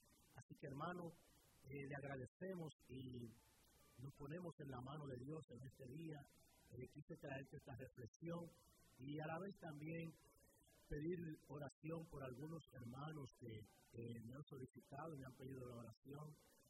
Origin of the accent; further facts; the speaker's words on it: Dominican Republic; se me hace un poco raro decir soy dominicano. Claro que lo soy, nacido y criado en la República Dominicana.